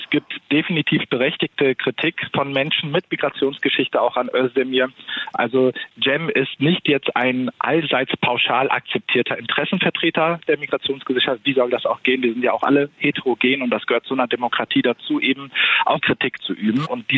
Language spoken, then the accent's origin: German; Germany; Ich bin in Deutschland aufgewachsen, aber nicht in Deutschland geboren.